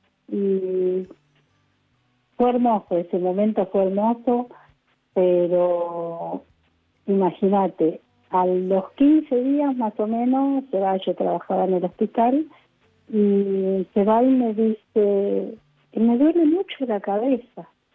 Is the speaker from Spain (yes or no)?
no; Misiones, Argentina; nosotros somos de Misiones.